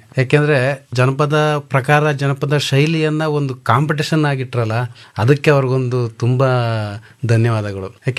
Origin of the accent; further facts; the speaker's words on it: Mandya district, Karnataka, India; ಮಂಡ್ಯ ಜಿಲ್ಲೆ ಮಂಡ್ಯ ತಾಲೂಕು ಬಿಗೌಡಗೆರೆ ಗ್ರಾಮದ ಸರ್.